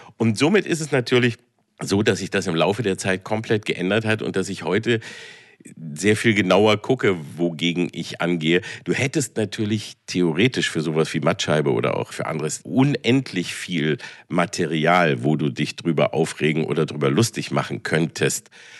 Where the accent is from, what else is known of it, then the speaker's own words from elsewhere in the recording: Peine, Lower Saxony, Germany; also born or lived in Engelbostel, Hannover; Ich bin ja aufgewachsen in Peine, also geboren in Engelbostel bei Hannover und dann in Peine aufgewachsen, also zwischen Hannover und Braunschweig.